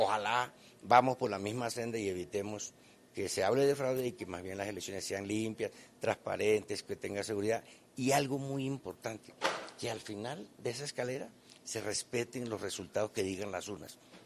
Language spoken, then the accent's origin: Spanish; San Juan del Cesar, La Guajira, Colombia; yo soy de San Juan del Cesar, que es la mata mundial de los compositores.